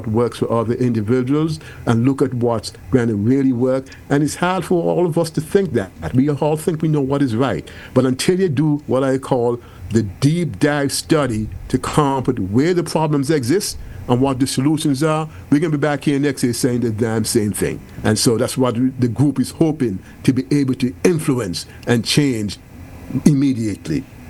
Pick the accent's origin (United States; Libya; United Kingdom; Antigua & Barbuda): Antigua & Barbuda; as a kid growing up in Antigua playing steel band